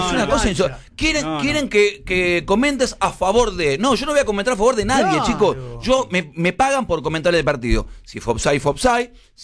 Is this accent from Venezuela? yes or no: no; Lanús, Buenos Aires Province, Argentina; Primero que no soy porteño, nací en Lanús y vi 30 y pico años. Soy bonaerense y venir a la capital para mí era todo un trastorno.